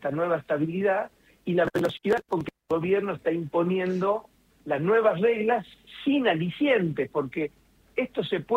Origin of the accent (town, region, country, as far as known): Argentina